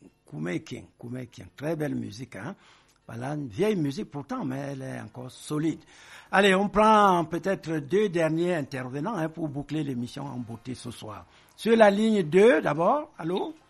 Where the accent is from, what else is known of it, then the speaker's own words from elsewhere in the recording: Cameroon; Nous sommes tous des Camerounais, on est tous des frères à part entière. Hein. Voilà, on est libre de s'installer partout au Cameroun.